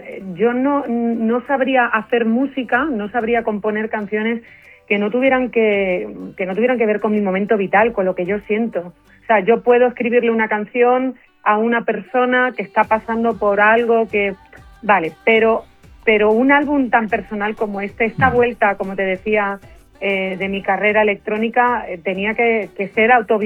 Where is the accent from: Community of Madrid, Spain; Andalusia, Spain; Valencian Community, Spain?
Community of Madrid, Spain; Leganés; este fin de semana vamos a estar en Leganés, vamos a estar en el recinto ferial, tengo un concierto en mi tierra